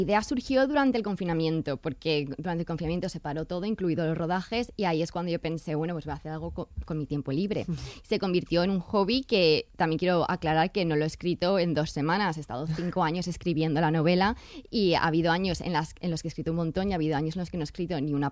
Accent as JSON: {"language": "Spanish", "town": "Aldaia", "region": "Valencian Community", "country": "Spain", "moved": "as an adult", "lives_now": "United Kingdom", "said": "Hicimos una en Aldaya, de donde soy yo originalmente."}